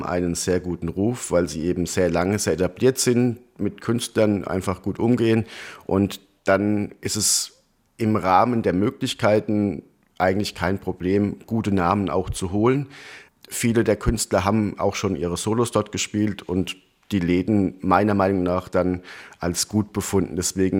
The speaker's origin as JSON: {"language": "German", "town": "Schneeberg", "region": "Bavaria", "country": "Germany", "tie": "born or raised there", "said": "ich bin ebenfalls aus der Ecke. Tatsächlich. Also die Lena und ich, wir sind beide aus Schneeberg. Das ist wirklich schon Rand Bayern. Also wir können nach Baden-Württemberg laufen und mit dem Fahrrad nach Hessen fahren."}